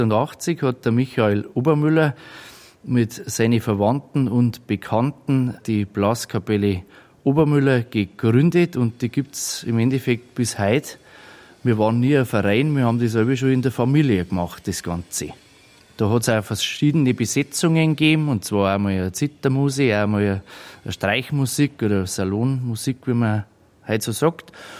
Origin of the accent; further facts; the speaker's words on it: Tegernsee, Bavaria, Germany; born there; now in Stürzelham, Germany; Also ich bin geboren in Tegernsee, wohnhaft in Stürzelham, das ist bei Bayern. Wir heuer 40